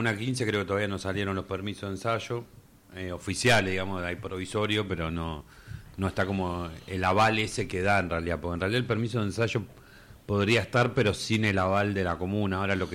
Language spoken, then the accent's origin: Spanish; Buenos Aires, Argentina; yo que soy de zona norte, soy de Villa Urquiza